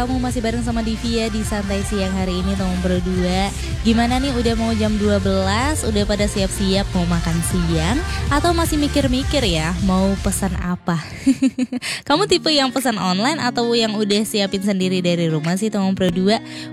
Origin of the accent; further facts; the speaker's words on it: Palembang, South Sumatra, Indonesia; kita warga Palembang